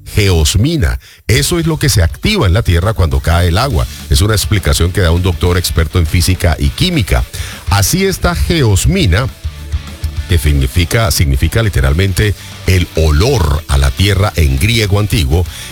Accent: Colombia; now in Miami, United States; Yo recuerdo mi niñez, por ejemplo, mi adolescencia en Colombia

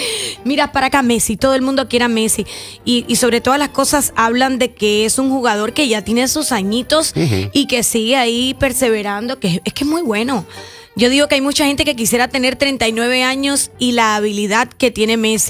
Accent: Cuba; Yo soy cubana

